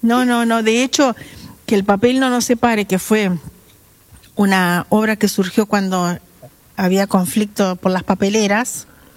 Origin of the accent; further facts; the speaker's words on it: Salto, Uruguay; born there; O sea, Quiroga es nacido en el mismo lugar. Los dos nacimos en Salto.